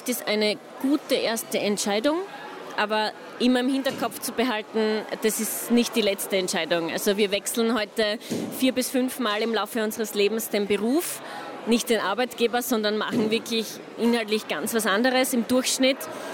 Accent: Austria; Man steht wirklich nicht so schnell an bei uns in Österreich, sondern hat eigentlich alle Möglichkeiten.

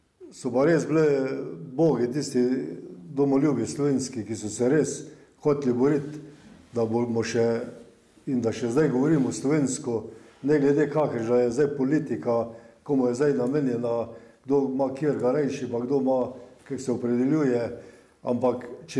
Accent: Ljubljana, Central Slovenia, Slovenia; Samo kot Ljubljančani se bomo tudi spomnili

